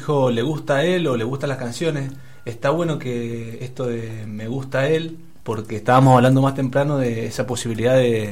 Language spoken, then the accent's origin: Spanish; San Juan, Argentina; porque yo soy sanjuanino.